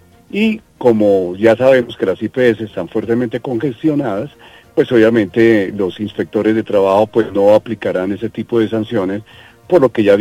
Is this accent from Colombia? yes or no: yes; Cartagena, Bolívar, Colombia; moved away; Yo soy cartagenero